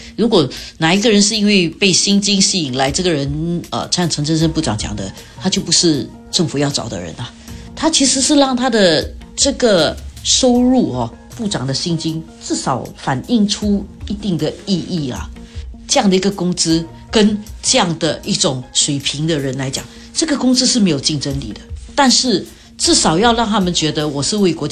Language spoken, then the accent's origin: Chinese; Singapore; 我们作为新加坡人